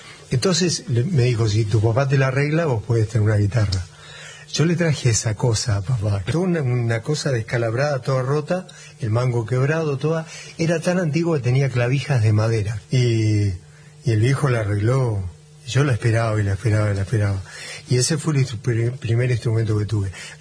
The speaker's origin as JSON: {"language": "Spanish", "town": "Coronel Suárez", "region": "Buenos Aires Province", "country": "Argentina", "tie": "born there", "said": "Nací en Coronel Suárez, hay tres colonias alemanas ahí nomás al lado de Coronel Suárez, y yo nací en la ciudad."}